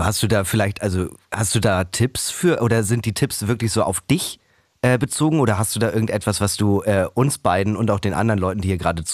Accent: Schleswig-Holstein, Germany; also born or lived in Kiel; Ja, ich komme aus Schleswig-Holstein, das hatte ich auch vorhin schon einmal kurz erzählt. Und ich bin halt von der Kleinstadt, wo ich aufgewachsen bin

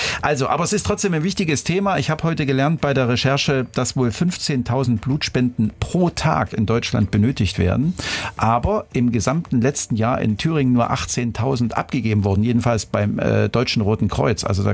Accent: Curaçao; Ja, ich bin sauer. Curaçaoer.

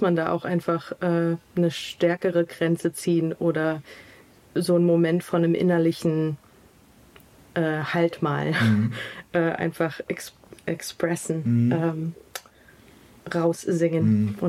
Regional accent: Canada; German is a second language; moved away as an adult; also born or lived in New Zealand; now in Germany; weil ich bin auch nicht in Deutschland aufgewachsen. Es ist wirklich nicht meine Muttersprache, obwohl meine Mutter Deutsch ist. Und also in Kanada und Neuseeland aufgewachsen zu sein und dann mit 18 zum ersten Mal nach Deutschland zu ziehen

